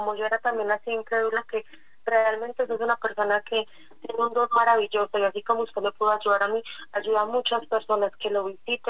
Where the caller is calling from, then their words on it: Albán, Cundinamarca, Colombia; De Albán, Cundinamarca.